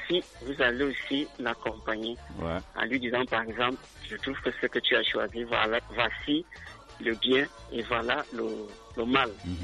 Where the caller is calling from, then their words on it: Mbalmayo, Centre, Cameroon; Depuis Balmayo.